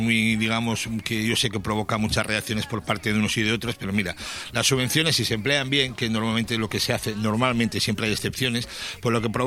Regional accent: Tafalla, Navarre, Spain; que yo soy de Tafalla, muy orgulloso.

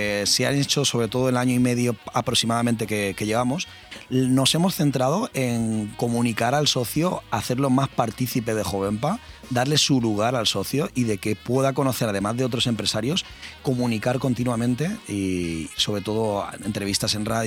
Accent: Benidorm, Valencian Community, Spain; mi pueblo, Benidorm concretamente.

